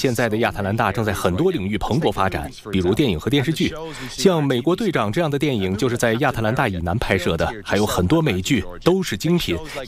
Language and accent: Chinese; Dublin, Leinster, Ireland; now in Atlanta, United States; 当然，我来自爱尔兰都柏林，